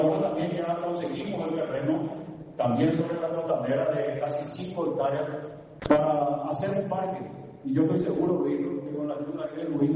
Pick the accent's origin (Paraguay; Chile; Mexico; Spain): Paraguay; Pilar, Ñeembucú; una tradición que tenemos acá los pilares. Y bueno, lindas cosas están ocurriendo por la querida y bella ciudad de Pilar, por la auténtica Perla del Sur y por el departamento de Yengucú.